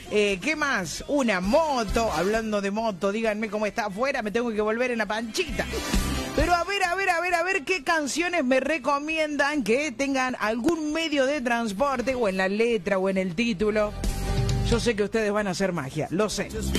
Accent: Córdoba, Argentina; born there; now in Los Frentones, Argentina; te estamos escuchando desde Los Frentones, Chaco, hermoso el programa, soy cordobés de nacimiento y hace 8 años estoy acá por razones de trabajo

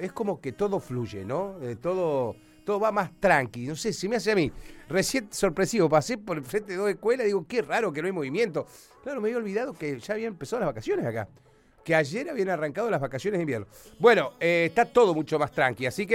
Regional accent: Argentina

